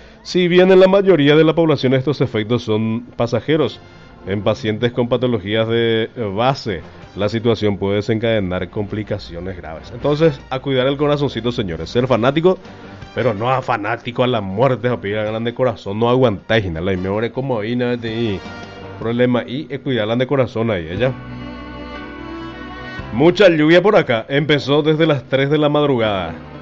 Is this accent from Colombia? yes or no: no; Paraguay; Así somos los paraguayos, ¿verdad?